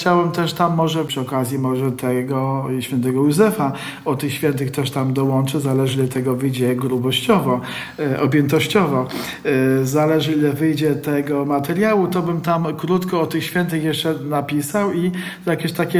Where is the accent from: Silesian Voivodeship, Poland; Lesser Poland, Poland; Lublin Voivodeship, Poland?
Lesser Poland, Poland; Tarnów; born there; moved away; pochodzę z Tarnowa, z parafii katedralnej.